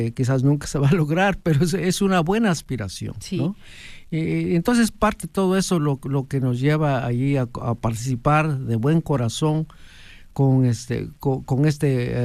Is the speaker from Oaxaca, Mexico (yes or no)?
yes; Tequistepec, Oaxaca, Mexico; Nos definimos como pueblo, y en mi pueblo ahí de Tequistepec es la música lo que nos une, aparte de la iglesia, ¿no?